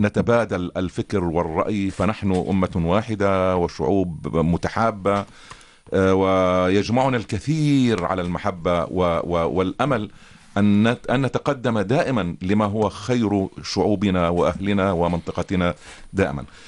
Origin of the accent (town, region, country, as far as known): Jordan